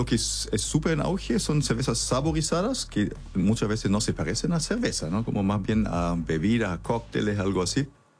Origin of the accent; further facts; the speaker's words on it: Germany; born there; Spanish is a second language; Yo recién vengo de un viaje a Alemania, mi país natal